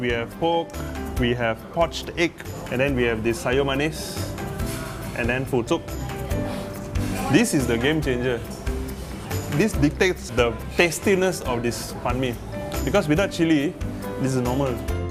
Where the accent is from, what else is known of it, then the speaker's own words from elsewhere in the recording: Seremban, Negeri Sembilan, Malaysia; Cantonese, however, I had a Cantonese nanny when I was small. I grew up in Seremban, and my entire neighborhood is Chinese.